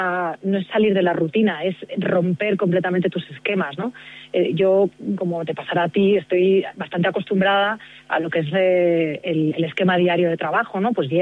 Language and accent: Spanish; Barcelona, Catalonia, Spain; now in Madrid, Spain